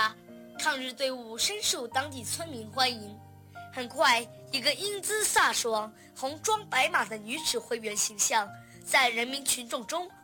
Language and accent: Chinese; Yibin, Sichuan, China; 赵一曼烈士是我们宜宾人